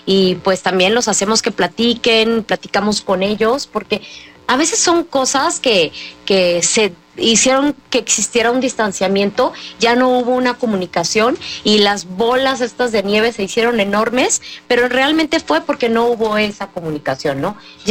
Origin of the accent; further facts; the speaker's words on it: Mexico; como mexicanas y mexicanos, nosotros somos parte de ese ejército que tenemos que defender a nuestro país